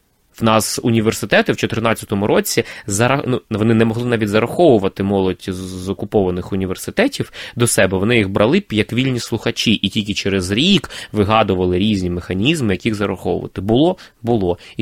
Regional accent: Crimea, Ukraine; moved away; я буду радіти кожному українському прапору, піднятому в вільних містах мого рідного Криму.

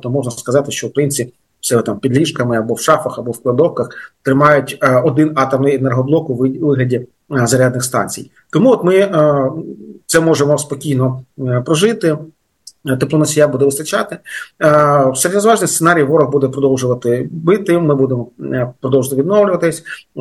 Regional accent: Kharkiv Oblast, Ukraine; моя рідна Харківщина

